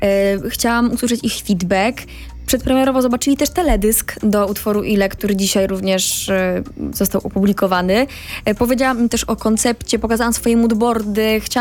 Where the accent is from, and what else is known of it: Lesser Poland, Poland